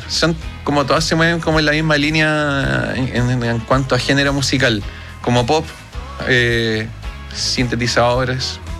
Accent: Machalí, O'Higgins, Chile; also born or lived in Rancagua; yo soy de la 7ª región, de Machalí.

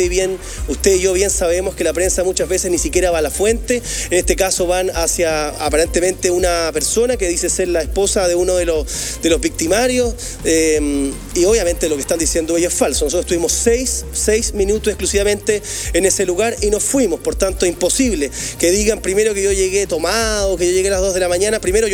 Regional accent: Chile; Yo y también parte de mi gabinete ya hicimos toda la declaración que nos correspondía como cualquier chileno.

